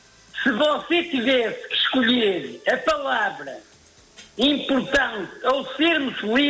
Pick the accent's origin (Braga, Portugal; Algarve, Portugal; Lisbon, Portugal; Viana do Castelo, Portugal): Viana do Castelo, Portugal; Castelo de Neiva; born there; now in São Bartolomeu do Mar, Portugal; É residindo em São Bartolomeu do Mar, mas da minha terra, Castelo de Neiva